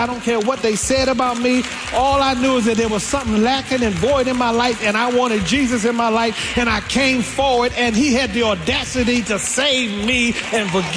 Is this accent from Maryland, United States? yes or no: yes; Glenarden, Maryland, United States; born there; I grew up in this church. I grew up in the First Baptist Church of Glenarden.